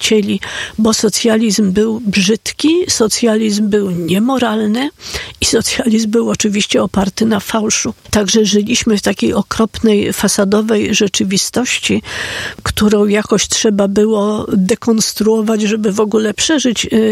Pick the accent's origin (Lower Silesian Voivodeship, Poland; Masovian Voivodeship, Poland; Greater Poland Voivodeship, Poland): Masovian Voivodeship, Poland; Warsaw; ja się wychowałam w kamienicy na Grochowie